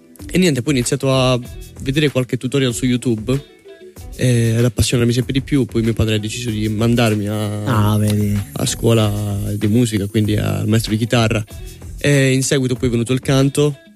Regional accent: Ruvo di Puglia, Apulia, Italy; Allora, io vengo da Ruvo di Puglia

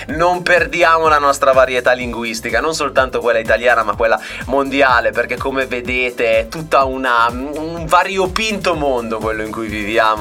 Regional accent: Gallarate, Lombardy, Italy; ogni tanto mi cimento, specie quando sono con mio padre, nel dialetto. Io vengo da Gallarate, da quella zona.

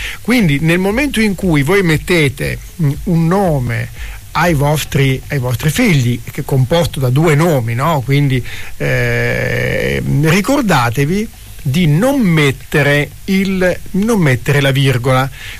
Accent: Fidenza, Emilia-Romagna, Italy; born there; io sono nato a Fidenza, quindi ridente cittadina

